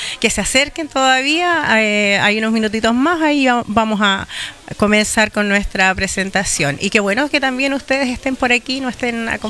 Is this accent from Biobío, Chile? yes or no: no; Quehui Island, Los Lagos, Chile; Nosotros también somos de descendencia, yo soy oriunda de Kewi, sé lo que significa vivir en el campo